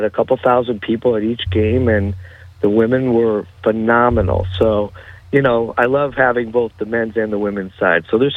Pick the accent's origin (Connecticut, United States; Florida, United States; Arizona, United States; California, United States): Connecticut, United States; Newington; Newington, which is my hometown that my family's been in for about 70 years.